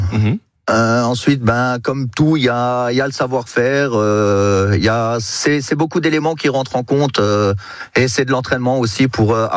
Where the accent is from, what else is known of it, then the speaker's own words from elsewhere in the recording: Grand Est, France; On est alsacien